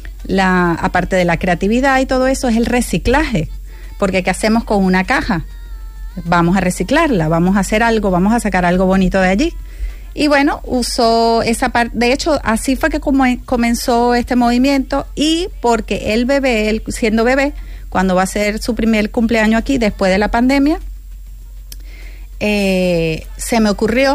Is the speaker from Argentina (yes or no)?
no; Venezuela; moved away as an adult; now in Huelva, Spain; yo soy de Venezuela, pero ya tengo muchísimos años aquí.